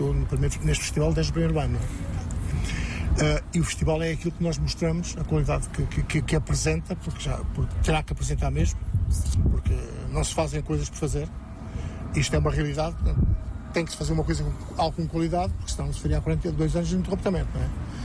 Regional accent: Murtosa, Centro, Portugal; born there; A Junta de Freguesia do Monte, onde nasci

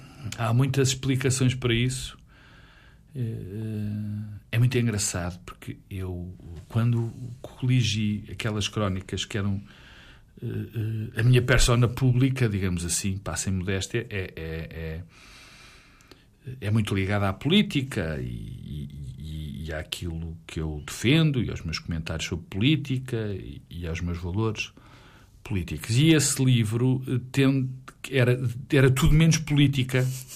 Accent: Portugal; Eu, por exemplo, nasci no Estado Novo

